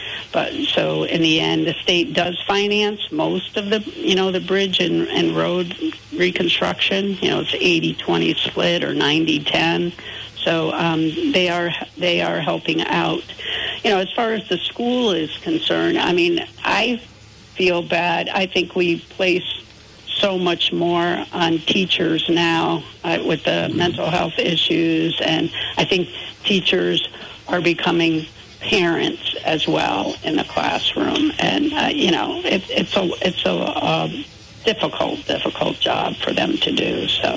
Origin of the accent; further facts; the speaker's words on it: Rutland County, Vermont, United States; I'm from Rutland County